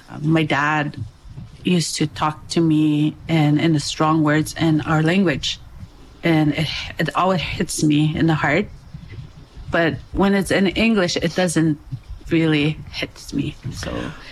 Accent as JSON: {"language": "English", "region": "Northwest Territories", "country": "Canada", "said": "I'm from Dene, like the Dalene Gotine"}